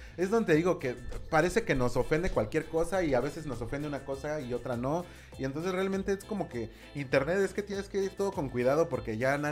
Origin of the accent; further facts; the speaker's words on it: Mexico; ni yo como mexicano uso sombrero, ni tengo zarape, ni uso bigote